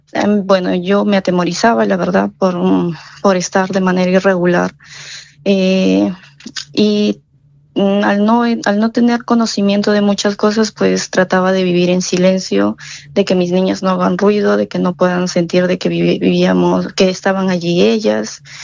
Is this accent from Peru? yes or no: yes; Peru; moved away as an adult